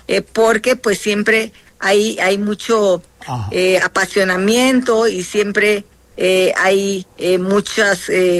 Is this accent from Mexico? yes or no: yes; Mexico; dado que yo soy emanada o soy del pueblo afromexicana, soy costeña